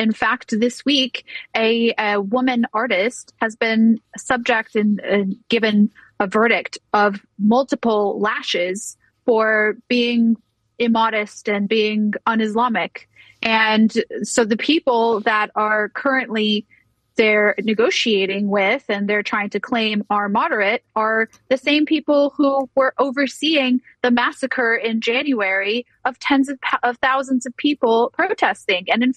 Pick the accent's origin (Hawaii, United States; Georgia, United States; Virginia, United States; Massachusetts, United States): Georgia, United States; Atlanta; I was a soccer player. I'm really excited that the World Cup is in Atlanta, my hometown.